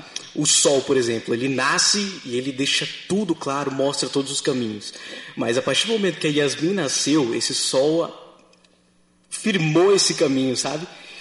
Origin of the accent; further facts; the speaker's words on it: Porto Velho, Rondônia, Brazil; born there; Eu nasci em Porto Velho, né, capital ali de Rondônia